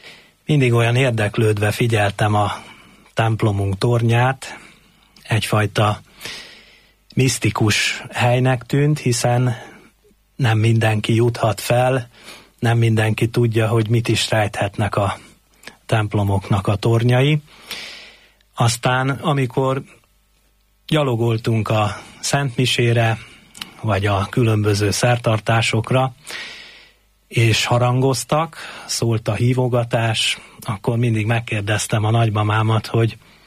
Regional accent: Vértesszőlős, Komárom-Esztergom, Hungary; A Komárom-Esztergom megyei vértesszőlős községből származom. Oda születtem, jelenleg is ott lakom, ott szolgálom a katolikus templomban.

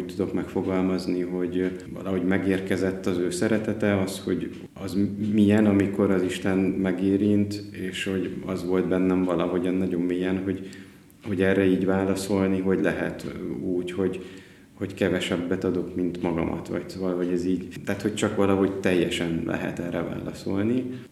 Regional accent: Komló, Baranya, Hungary; Én Komlón születtem, ami egy szocialista bányaváros, ugye Baranya megyében. Kisgyerekkoromban nem jártunk templomba, így családostul

